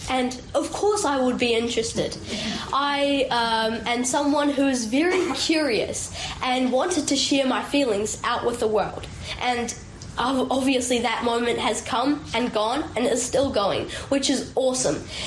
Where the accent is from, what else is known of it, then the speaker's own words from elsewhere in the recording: New Zealand; also born or lived in Nepal; I am a Nepalese Kiwi. I was born in Nepal and I was raised here in New Zealand. So both of these countries are my homeland, and I feel really proud for that.